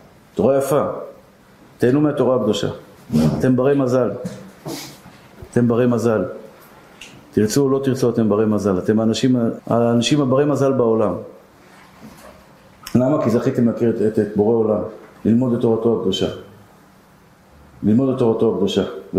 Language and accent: Hebrew; Tel Aviv, Tel Aviv District, Israel; אני גדלתי בשכונת התקווה. אצלנו מלשינים, היינו מוחקים אותם.